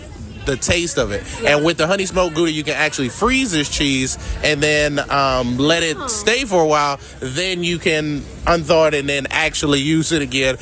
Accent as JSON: {"language": "English", "town": "Bedford", "region": "Ohio", "country": "United States", "said": "Yeah, we're out of Bedford, Ohio, near Cleveland, Ohio."}